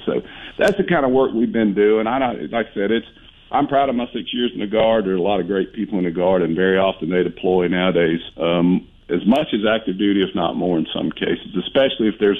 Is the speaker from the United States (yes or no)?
yes; Fort Rucker, Alabama, United States; most of the people that I grew up with around Fort Rucker, their dads were Vietnam pilots.